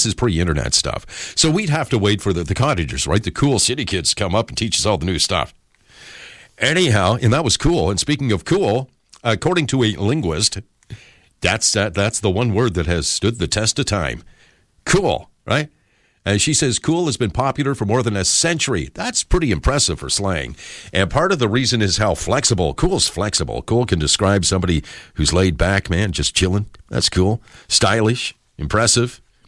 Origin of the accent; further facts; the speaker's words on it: Lion's Head, Ontario, Canada; I was born and bred in the Bruce Peninsula in a little town called Lion's Head, population 420 unless it was windy.